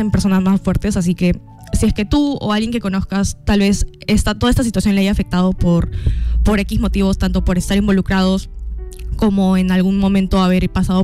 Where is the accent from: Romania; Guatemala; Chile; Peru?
Peru